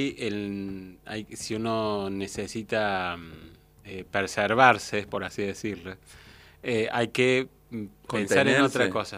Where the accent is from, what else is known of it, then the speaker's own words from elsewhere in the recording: Córdoba, Argentina; Yo soy de Córdoba.